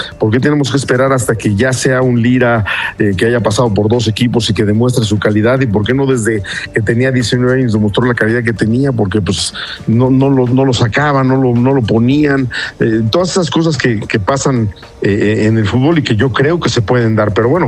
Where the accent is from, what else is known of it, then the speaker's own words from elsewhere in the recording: Mexico; el grupo de técnicos que dirigimos en el fútbol mexicano como mexicanos